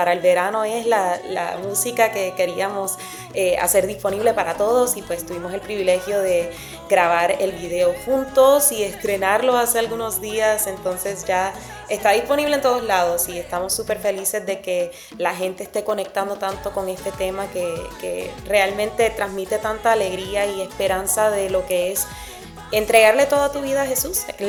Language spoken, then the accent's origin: Spanish; Puerto Rico; now in Los Angeles, United States; yo soy de acá de Los Ángeles, pero mi familia es cubana, yo crecí en Puerto Rico